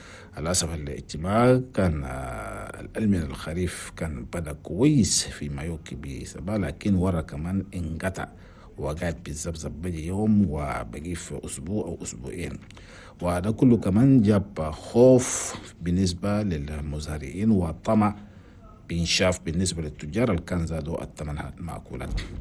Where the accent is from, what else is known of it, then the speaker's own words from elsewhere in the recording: Chad; بيجي بالحين صعب في الأقاليم الصبحانية أنا بلدنا تشاد.